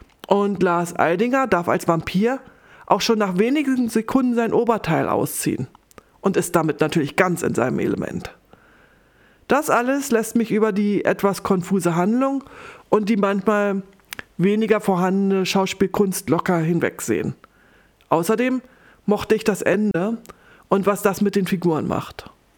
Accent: Berlin, Germany; Als Berlinerin

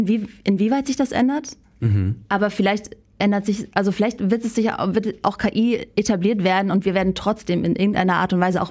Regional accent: North Germany, Germany; Ich komme ja zum Beispiel aus dem Norden. Für mich, hat ganz lange das PF nicht existiert.

